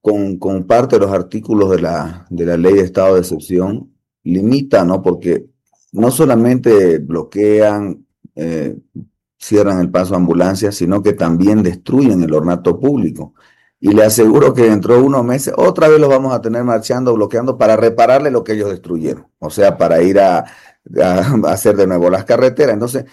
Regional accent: Bolivia

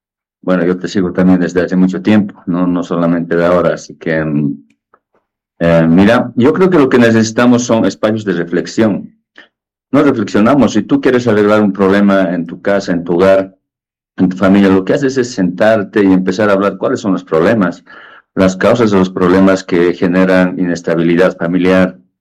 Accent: Bolivia; no son bolivianos, también son bolivianos, todos somos bolivianos

